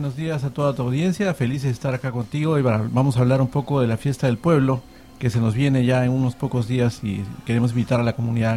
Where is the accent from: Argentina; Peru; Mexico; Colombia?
Peru; moved away; Yo soy peruano